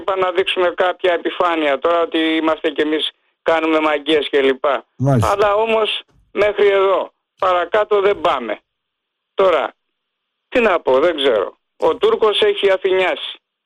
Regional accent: Nikaia, Attica, Greece; από τη Νίκαια

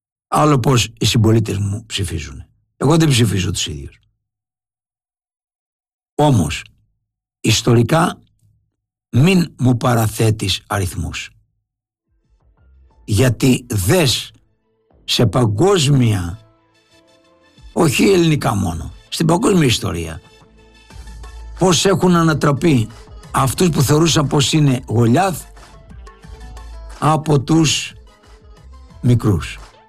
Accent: Greece

